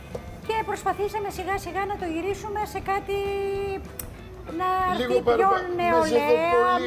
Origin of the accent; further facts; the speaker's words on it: Amfilochia, West Greece, Greece; Εγώ είμαι από την Αμφιλοχία.